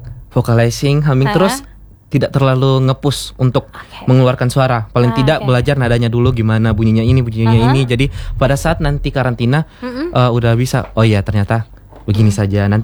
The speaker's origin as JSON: {"language": "Indonesian", "town": "East Kolaka", "region": "Southeast Sulawesi", "country": "Indonesia", "said": "Iya, tentu saja kan saya dari Kolaka Timur. Jadi saya pakai adat Tolaki Mekongga."}